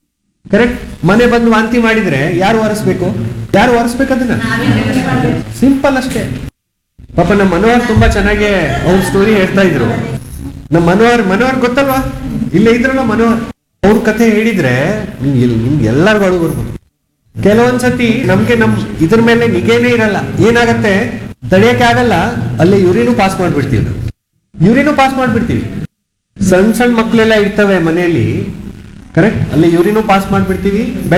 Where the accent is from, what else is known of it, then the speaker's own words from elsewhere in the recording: Gujarat, India; moved away; ನಾನು ಗುಜರಾತಿಂದ ಬಂದಿದ್ದೀನಿ, ಆಯ್ತಾ. ನಂದು ಗುಜರಾತ್ ಸ್ಟೇಟ್, ಇಲ್ಲೇ ಬಂದು 20 ವರ್ಷ ಆಯ್ತು, ಆಯ್ತಾ.